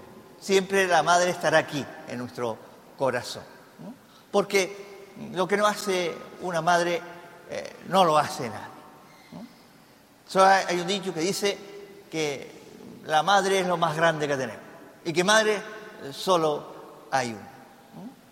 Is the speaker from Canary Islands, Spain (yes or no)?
yes; Teror, Canary Islands, Spain; soy aquí de Teror, ¿no? Mi gente, mi familia es de Osorio, ¿no, Ramón? ¿No? Del Pico de Osorio. Soy bisnieto, nieto e hijo de campesinos, de agricultores y de ganaderos